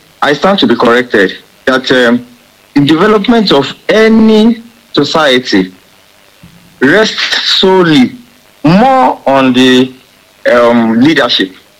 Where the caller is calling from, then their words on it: Ibadan, Oyo, Nigeria; I'm calling from Oyo State, Ibadan, precisely Akoko.